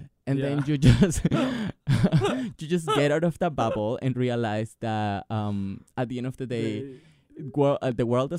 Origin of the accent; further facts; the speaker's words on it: Colombia; moved away; I grew up in Colombia.